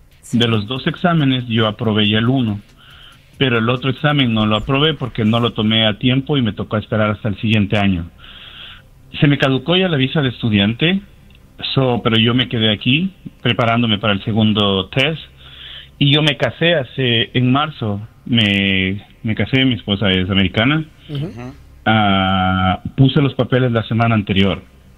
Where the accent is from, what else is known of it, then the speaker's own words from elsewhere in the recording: Ecuador; moved away as an adult; now in United States; Mira, yo llegué hace tres años a acá en los Estados Unidos. Yo soy doctor en mi país, en el Ecuador.